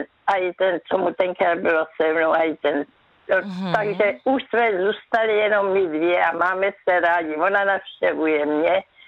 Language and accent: Czech; Brno, South Moravian Region, Czechia; Ne, já jsem byla z Brna